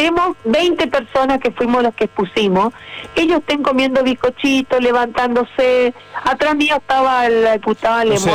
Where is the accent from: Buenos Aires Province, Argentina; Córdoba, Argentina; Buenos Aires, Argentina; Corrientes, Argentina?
Corrientes, Argentina; porque saben que soy correntina